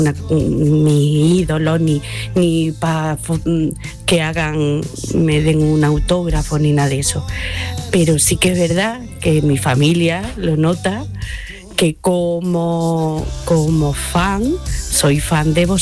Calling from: Bailén, Andalusia, Spain; de Bailén.

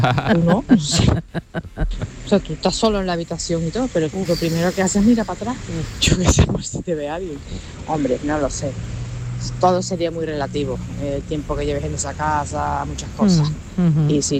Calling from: Seville, Andalusia, Spain; de Sevilla.

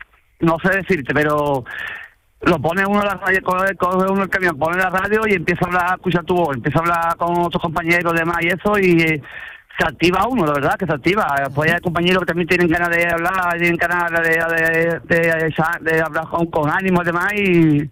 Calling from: Jerez de la Frontera, Andalusia, Spain; Yo soy de Jerez, claro.

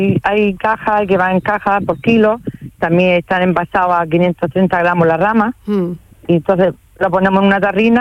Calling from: Almería, Andalusia, Spain; Estoy en Ruesca, Almería.

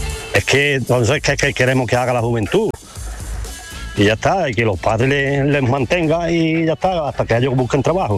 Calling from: Marbella, Andalusia, Spain; llamo de Marbella.

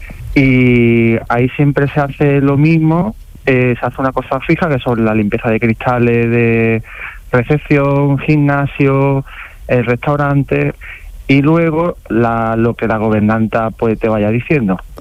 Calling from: Málaga, Andalusia, Spain; En Málaga.

